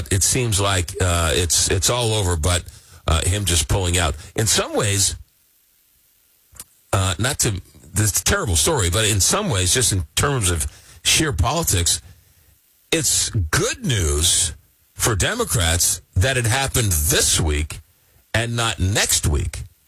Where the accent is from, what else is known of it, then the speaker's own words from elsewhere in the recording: Long Island, New York, United States; growing up in Long Island, New York, as kids, we would always go to the Hamptons.